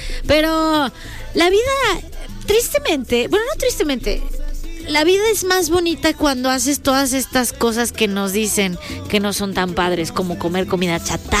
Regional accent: Yucatán, Mexico; Soy yucateca.

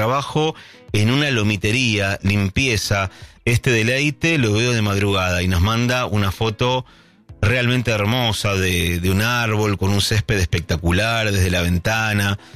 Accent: Gualeguaychú, Entre Ríos, Argentina; Soy de Gualeguaychú, Entre Ríos.

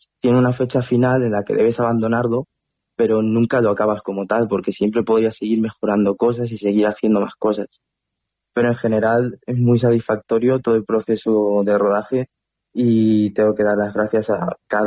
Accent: Tomelloso, Castilla-La Mancha, Spain; Tenemos uno en Tomelloso, en mi pueblo, sí, el 18 de septiembre.

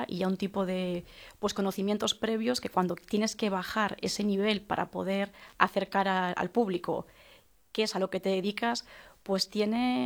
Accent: Spain; somos españoles

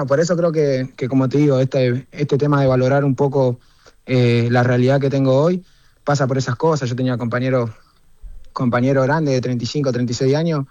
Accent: Carmen de Patagones, Buenos Aires Province, Argentina; now in Buenos Aires, Argentina

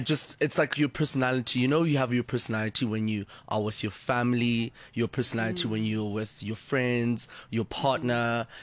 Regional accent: South Africa; I'm authentically South African.

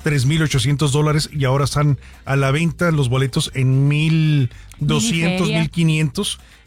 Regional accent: Mexico; Los envidiamos, como mexicanos envidiamos a los argentinos.

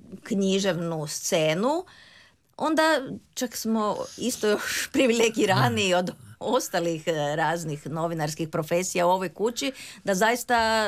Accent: Zagreb, City of Zagreb, Croatia; Ja sam rođena u Zagrebu, tu sam završila gimnaziju, filozofski fakultet, komparativnu književnost i filozofiju

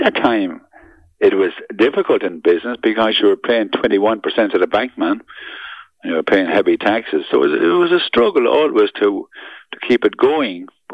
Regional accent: Clara, County Offaly, Ireland; In Clara, my hometown in Clara.

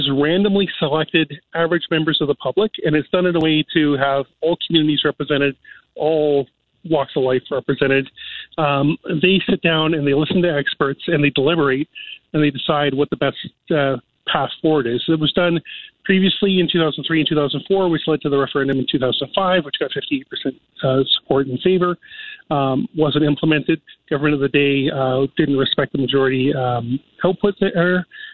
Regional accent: Delta, British Columbia, Canada; So, you know, I'm from Delta originally.

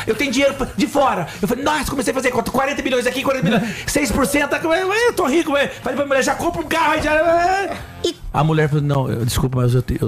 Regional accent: Rio de Janeiro, Brazil; eu sou carioca.

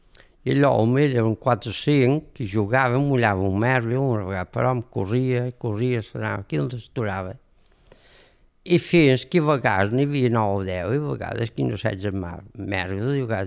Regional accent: Ferreries, Balearic Islands, Spain; born or raised there

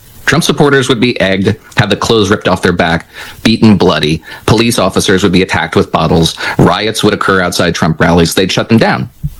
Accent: New Jersey, United States; born or raised there

